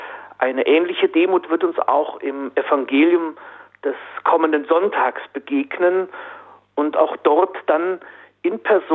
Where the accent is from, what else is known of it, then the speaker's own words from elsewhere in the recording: Sprengen, Saarland, Germany; Nicht nur, weil jetzt bei uns im Saarland dann ein Feiertag ist, gewiss nicht. Vielmehr trägt die kleine Kirche aus meinem Heimatdorf Sprengen den Namen Maria Himmelfahrt.